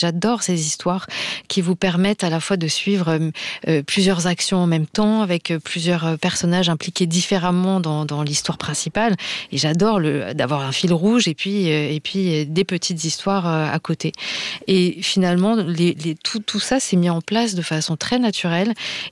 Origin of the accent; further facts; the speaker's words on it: Auvergne-Rhône-Alpes, France; je m'attendais pas à éprouver autant d'amour pour ma région natale en écrivant sur elle